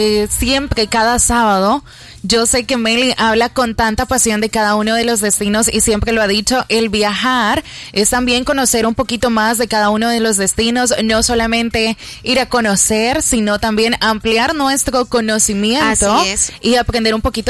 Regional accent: El Salvador

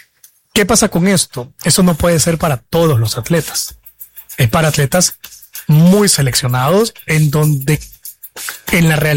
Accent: El Salvador

